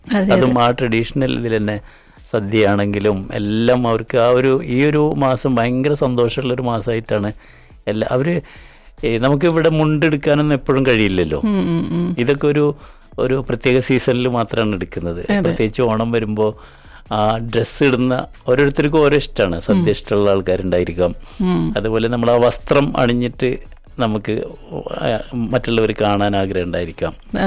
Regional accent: Kunnamkulam, Kerala, India; ഞങ്ങളുടെ നാട്ടില് ഓണത്തല്ലുണ്ട്, കുന്നംകുളം എന്ന് പറഞ്ഞ സ്ഥലത്ത്

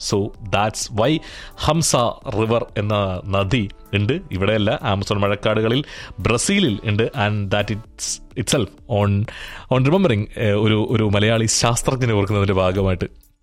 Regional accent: Kerala, India; ഞങ്ങളുടെ നാട്ടിലൂടെ ഒരുങ്ങുന്ന കല്ലടയാർ

